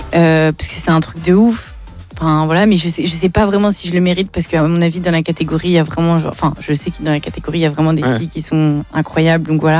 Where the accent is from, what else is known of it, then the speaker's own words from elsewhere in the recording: Nice, Provence-Alpes-Côte d'Azur, France; je suis du Sud de la France et que je suis vraiment genre une meuf de Nice